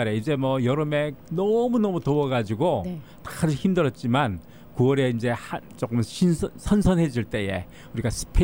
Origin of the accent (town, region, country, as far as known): South Korea; now in California, United States